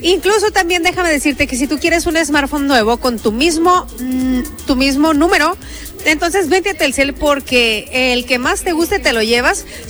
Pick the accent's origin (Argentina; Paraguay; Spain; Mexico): Mexico; como buenos mexicanos a veces dejamos todo a lo último